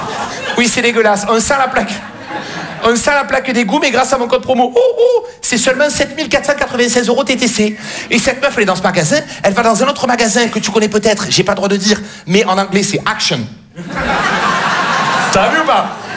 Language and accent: French; Marseille, Provence-Alpes-Côte d'Azur, France; parce que chez moi, à Marseille, la ceinture, ça ne sert à rien.